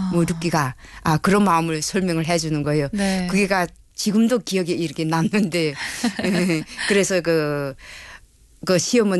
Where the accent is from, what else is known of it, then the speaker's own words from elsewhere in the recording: North Korea; moved away as an adult; 저는 뭐 진짜 북한에 있을 때는 이런 종교라는 거는 들어도 못 봤어요.